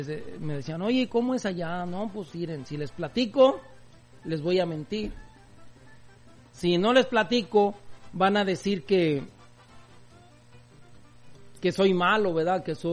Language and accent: Spanish; Huejúcar, Jalisco, Mexico; now in United States; yo quería ir a mi pueblo, ¿verdad? Mi pueblo Huejúcar, Jalisco, quería ir yo a estar allá con mi gente